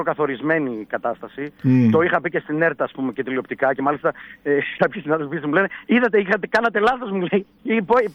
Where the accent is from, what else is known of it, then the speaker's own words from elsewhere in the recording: Thessaloniki, Central Macedonia, Greece; το ξέρετε και είμαστε όλοι από τη Θεσσαλονίκη